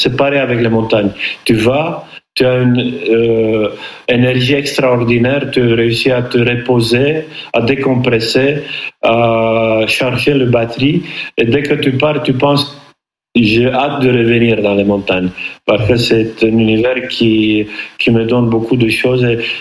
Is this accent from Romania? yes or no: yes; Săcele, Brașov County, Romania; French is a second language; Moi, je suis vraiment un enfant de la montagne. J'habite à Brașov, à Săcele. C'est un territoire d'une beauté extraordinaire à côté du Brașov, Săcele. On a tous les montagnes autour de nous, Ciucaș, Piatra Mare. J'ai grandi dans les montagnes.